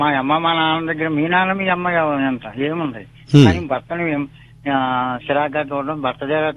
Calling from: Kakinada district, Andhra Pradesh, India; మాది కాకినాడ జిల్లా దుర్గారావు అనవరం దగ్గర సార్.

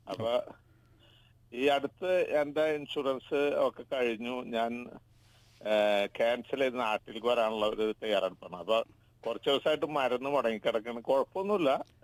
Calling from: Abu Dhabi, United Arab Emirates; ഞാൻ വിദേശത്ത് നിന്നാണ്, അബുദാബിന്ന് വിളിക്കണം.

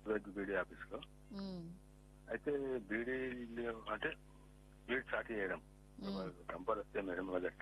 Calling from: Nizamabad district, Telangana, India; మాది నిజామాబాద్ జిల్లా జక్నాపల్లి మండలం

